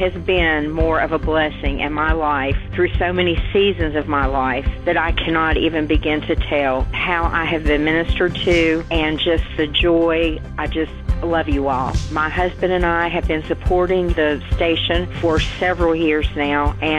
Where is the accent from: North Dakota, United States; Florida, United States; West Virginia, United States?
West Virginia, United States; Princeton; I'm from Princeton, West Virginia.